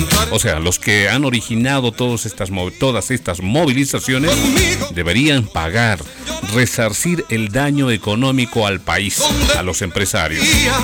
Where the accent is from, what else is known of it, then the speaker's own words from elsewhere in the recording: Bolivia; todos somos bolivianos, aquí todos somos bolivianos.